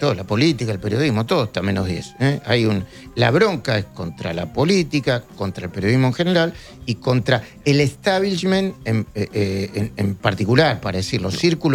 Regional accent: Argentina

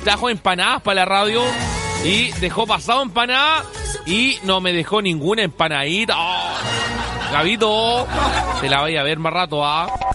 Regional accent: Valdivia, Los Ríos, Chile; Sí, es que yo soy de Valdivia, voy en Valdivia... Usted sabe que es una ciudad lluviosa, lluviosa, pero lluviosa.

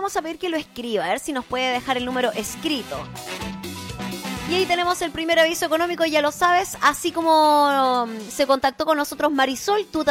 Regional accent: Chile; los chilenos no bajamos los brazos.

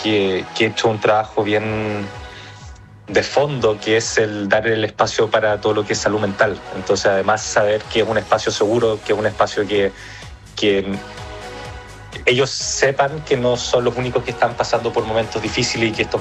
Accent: Chile; born there; also born or lived in United States; nací en Estados Unidos, pasé mis primeros años allá, pero ya. Mi familia es chilena, yo soy chileno, todo ya. Mi entorno es chileno, así que más chileno que los porotos imposible, solamente nací allá.

